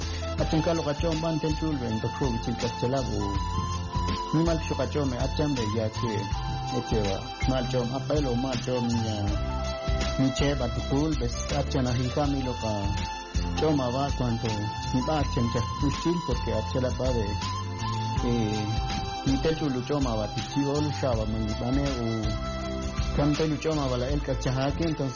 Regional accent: Ixil region, Guatemala; En mi dialecto, porque soy Ixil.

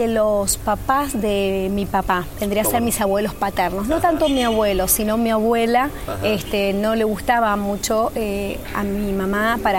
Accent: Godoy Cruz, Mendoza, Argentina; born there; Nací en Godoy Cruz, Mendoza, una provincia de la República Argentina. Sí. Bien, nací en un hogar disfuncional, podríamos decir. Crecí con mi mamá los primeros años.

